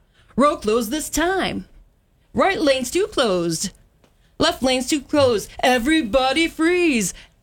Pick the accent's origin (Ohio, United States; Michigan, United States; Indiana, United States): Michigan, United States; also born or lived in Arizona; I grew up in Michigan. I've been in Michigan most of my life. You know, I spent a couple of years living in Arizona.